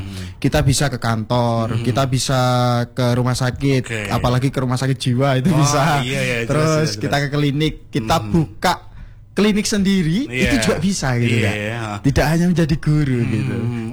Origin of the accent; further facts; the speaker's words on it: Banyuwangi, East Java, Indonesia; moved away as an adult; now in Malang, Indonesia; Asal saya sebenarnya itu dari Banyuwangi.